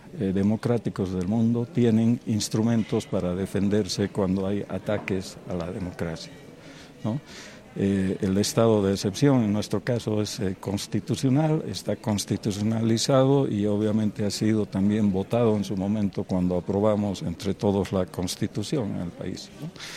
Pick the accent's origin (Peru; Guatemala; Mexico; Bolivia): Bolivia; los bolivianos y que encontremos el camino del diálogo como el camino fundamental para que nos entendamos como bolivianos, ¿no?